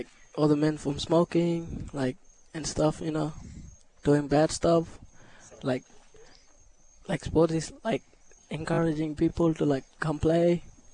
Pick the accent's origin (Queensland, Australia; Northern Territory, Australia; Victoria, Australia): Northern Territory, Australia; Papunya; I'm from Papanya.